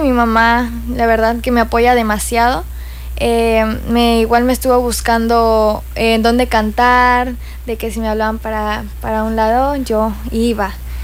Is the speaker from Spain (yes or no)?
no; Cancún, Quintana Roo, Mexico; born there; Nací acá en Cancún, Quintana